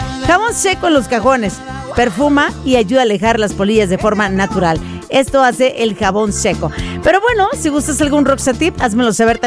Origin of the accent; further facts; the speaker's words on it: Mazatlán, Sinaloa, Mexico; Y más cuando voy a mi tierra, allá en Mazatlán.